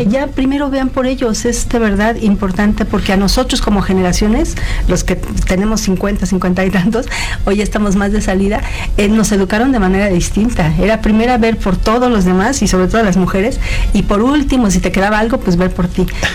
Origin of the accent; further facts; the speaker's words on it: Mexico; Estamos tan orgullosos de nuestro México. Cuando salimos, bueno, vamos con el orgullo de mexicanos a todos lados.